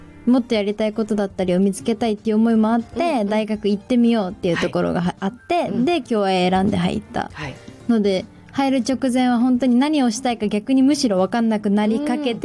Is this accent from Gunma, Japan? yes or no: yes; Isesaki, Gunma, Japan; 私は出身私は伊勢崎出身で